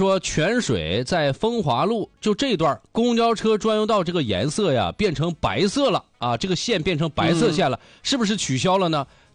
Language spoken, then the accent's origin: Chinese; Yanbian, Jilin, China; 延边是我家乡啊！